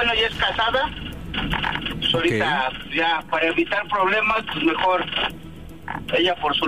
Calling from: Xochimilco, Mexico City, Mexico; Tengo 41 años y soy de Xochimilco.

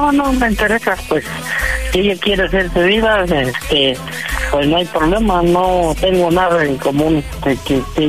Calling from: Hidalgo, Mexico

